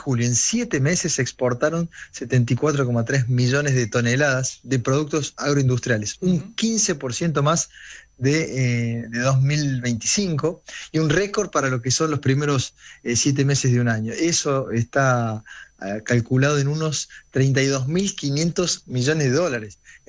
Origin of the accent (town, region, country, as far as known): Argentina